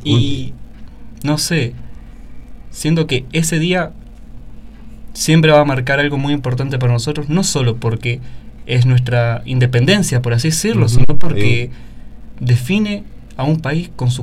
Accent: Argentina; qué nos define también como argentinos

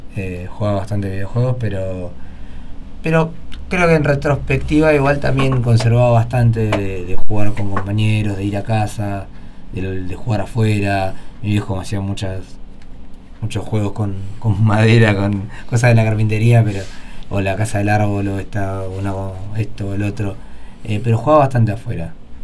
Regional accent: San Miguel, Buenos Aires Province, Argentina; born there; now in General Rodríguez, Argentina; San Miguel.

